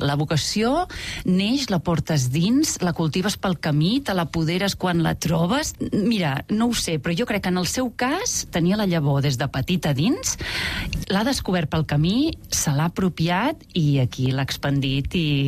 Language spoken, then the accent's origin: Catalan; Torroella de Fluvià, Catalonia, Spain; born there; moved away as an adult; Vaig néixer a Torroella Fluvià, que és un poblet de l'Alt Empordà, en un veïnat molt petit que es diu Sant Tomàs de Fluvià, però jo sempre he sentit que era urbanita i a mi la ciutat m'ha atrapat sempre.